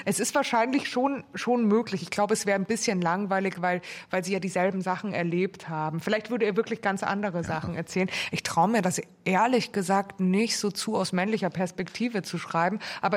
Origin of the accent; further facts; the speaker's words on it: Munich, Bavaria, Germany; Ich bin ja aus München und ich sehe dann schon immer, dass die Leute am Wochenende zum Beispiel so so arge Klettertouren machen